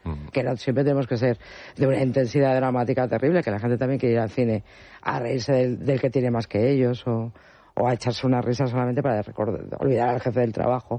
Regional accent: Spain; porque está en nuestra forma de ser como españoles.

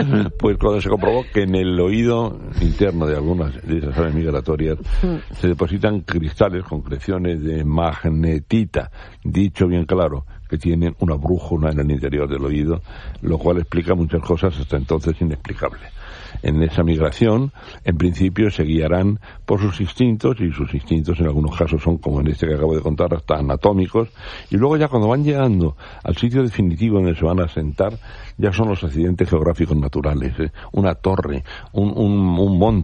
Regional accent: Spain; Si no he salido de mi pueblo más que dos veces.

